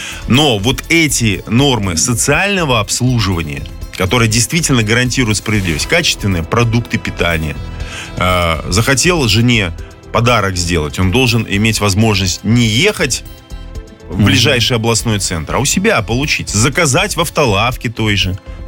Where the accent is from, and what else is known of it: Belarus